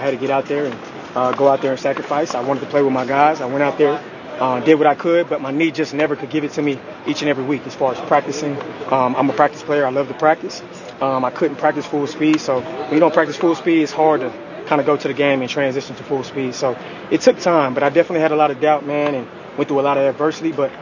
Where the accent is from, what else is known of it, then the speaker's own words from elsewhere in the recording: Dallas, Texas, United States; I'm from Dallas, born and raised.